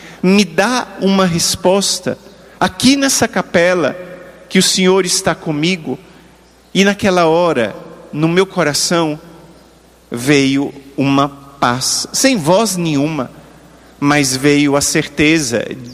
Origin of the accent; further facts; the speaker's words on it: Brasília, Federal District, Brazil; lá em Brasília, onde eu nasci